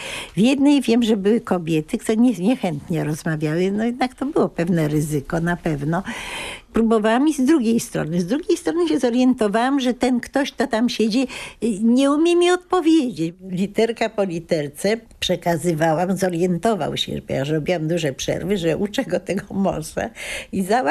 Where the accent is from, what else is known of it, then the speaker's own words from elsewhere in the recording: Kraków, Lesser Poland, Poland; Ja w ogóle jestem krakowianką.